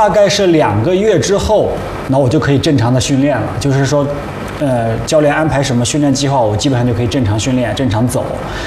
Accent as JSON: {"language": "Chinese", "region": "Yunnan", "country": "China", "moved": "as an adult", "said": "因为我本身是来自云南的小城市嘛，我觉得我本身我就是一个特别朴实、特别感恩的人，然后去了，到了北京，到了首都了"}